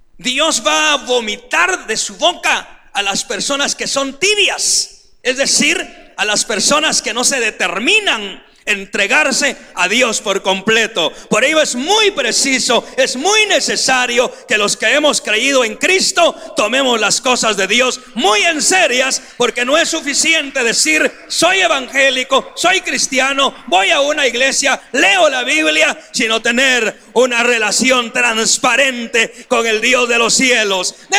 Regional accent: Guatemala; hablemos así, en palabras chapinas y sencillas

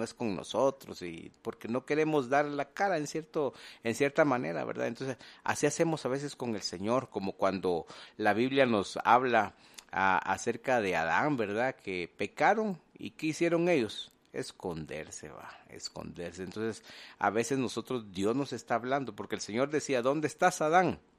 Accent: Guatemala; como decimos en el buen chapín

